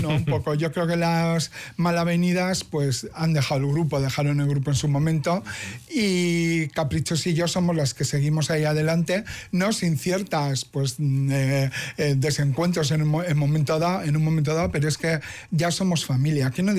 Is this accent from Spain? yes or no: yes; Bilbao, Basque Country, Spain; creo que en ninguna otra ciudad del mundo podríamos haber surgido. Nosotras. Entonces, pues bueno, somos un producto de Bilbao.